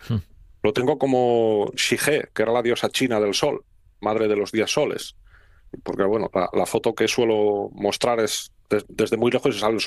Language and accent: Spanish; Asturias, Spain; Yo soy asturiano y quiero mucho a mi tierra y a mi patria, pero es mucho mejor Galicia.